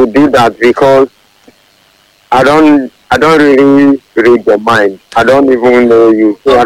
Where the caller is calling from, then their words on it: Abuja, Federal Capital Territory, Nigeria; from Abuja.